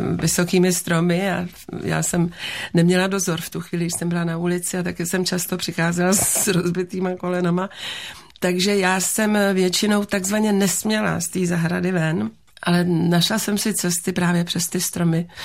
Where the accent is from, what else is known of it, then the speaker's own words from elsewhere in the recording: Žirovnice, Vysočina Region, Czechia; jsem si odvážela z rodného domu, když už jsem se stěhovala ze Žirovnice, takovou velkou krabici různých knoflíků